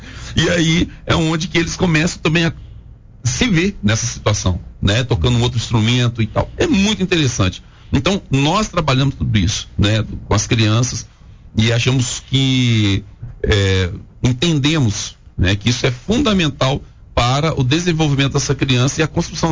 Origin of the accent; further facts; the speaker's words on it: Paraná, Brazil; born there; moved away; also born or lived in Espírito Santo; eu nasci no interior do Paraná, nós éramos da Boia Fria.